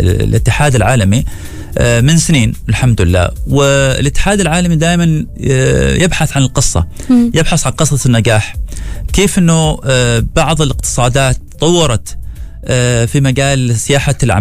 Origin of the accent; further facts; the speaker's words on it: Oman; ولنا نحن كعمانيين لنا الحق نفتخر فيه جميعا